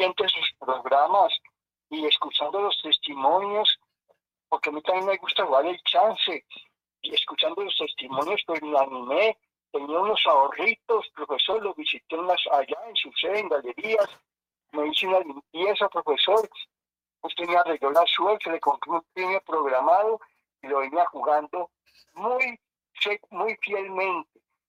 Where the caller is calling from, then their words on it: Bogotá, Colombia; Yo soy vivo aquí en el barrio Restrepo, Bogotá. Yo aquí tengo mi redondería, taller, toda la vida